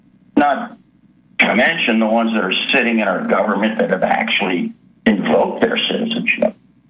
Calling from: Texas, United States; in Texas.

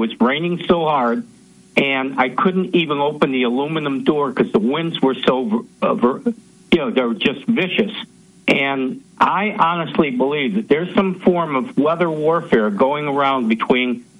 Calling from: Connecticut, United States; from Connecticut.

